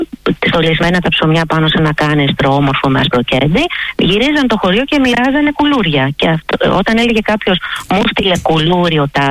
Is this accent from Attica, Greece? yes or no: yes; Kalyvia, Attica, Greece; Για τα Καλύβια είμαστε, επειδή είμαι από τα Καλύβια, έχουμε βαστίξει χαμηλό συντελεστή δόμησης και αυτό είναι πολύ καλό για τα Καλύβια.